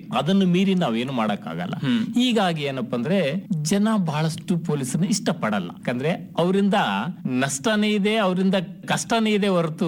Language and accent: Kannada; Jigarkal, Karnataka, India; also born or lived in Shivapura; ನಾನು ಮೂಲತಃ ಯಾದಗಿರಿ ಜಿಲ್ಲೆ ಒಡಗೇರೆ ತಾಲೂಕಿನ ಶಿವಪುರ ಗ್ರಾಮದಲ್ಲಿ ಹುಟ್ಟಿದವನು. ಅಲ್ಲಿ ನನ್ನ ತಂದೆ ಊರದು. ನಾನು 4 ವರ್ಷದವನಿದ್ದಾಗ ತಾಯಿ ತವರ ಮನೆ ಎಣ್ಣಜ್ಜ ತೊಗೊಂಬಂದು ಇಟ್ಕೊಂಡು ನನ್ಗ ಇಲ್ಲೇ ಜಿಗರ್ಕಲ್ ಗ್ರಾಮದಲ್ಲೇ ಸ್ಕೂಲ್ಗೆ ಹೆಸರಚ್ಚಿ